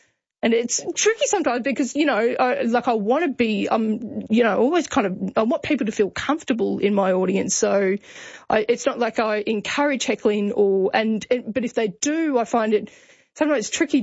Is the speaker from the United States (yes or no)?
no; Albury, New South Wales, Australia; then it's Albury, which I'm very excited because that's my hometown.